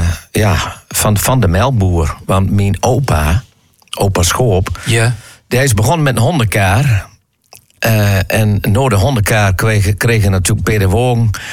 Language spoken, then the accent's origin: Dutch; Ulrum, Groningen, Netherlands; born there; Moeke had ook nog een winkeltje in de snakkenboeren waar ik geboren ben.